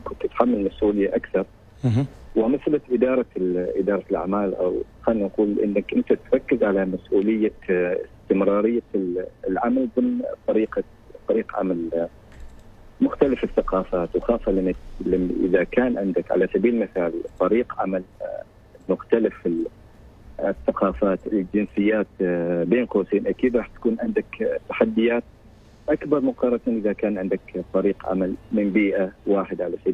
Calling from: Nizwa, Ad Dakhiliyah, Oman; حاليا من ولاية نزوة.

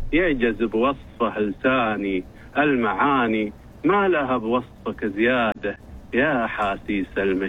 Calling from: Al Buraimi, Oman; من البريمي

